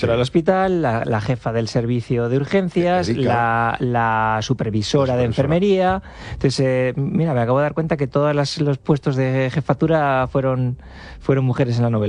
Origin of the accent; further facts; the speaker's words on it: La Rioja, Spain; also born or lived in Zaragoza; now in San Sebastián, Spain; Soy riojano, trabajaba, ejercía en Zaragoza, pero llevo 5 años en San Sebastián. Y sí, es un pueblo.